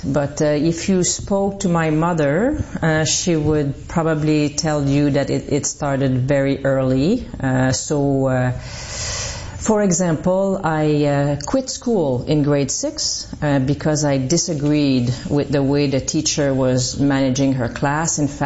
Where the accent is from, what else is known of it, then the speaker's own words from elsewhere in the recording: Val des Sources, Quebec, Canada; So I come from Val des Sources. It's a small, it used to be a mining town, mining asbestos.